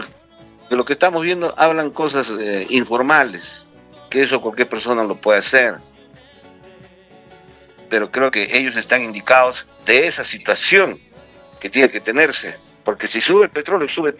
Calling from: Peru; con sentimiento de lo que somos peruanos

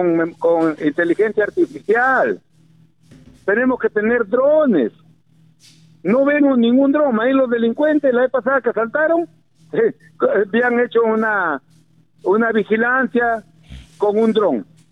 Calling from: Olmos, Lambayeque, Peru; poderme dirigir a mi pueblo de Olmos

